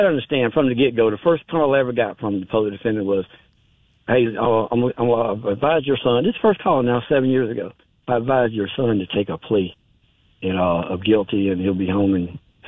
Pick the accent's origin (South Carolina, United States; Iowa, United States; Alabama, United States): Alabama, United States; Calera; But I moved out of Shelby County, and I love Shelby County. It's my hometown. Calera is my hometown.